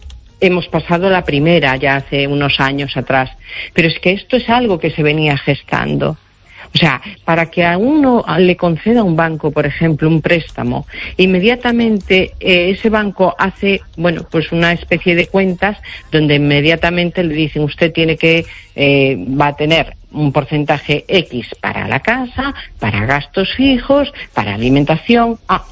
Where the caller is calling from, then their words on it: Narón, Galicia, Spain; de Narón.